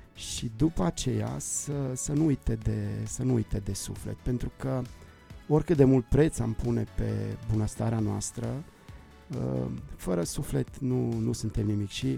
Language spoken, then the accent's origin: Romanian; Transylvania, Romania; Eu sunt din Ardeal